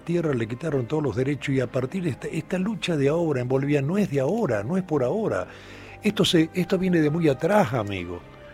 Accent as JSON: {"language": "Spanish", "country": "Argentina", "said": "los argentinos no tenemos muy bien exactamente qué somos. ¿Qué somos los argentinos, en definitiva? Somos un cacho italiano, un cacho español, un cacho alemán, un cacho francés, entonces tenemos de todo acá."}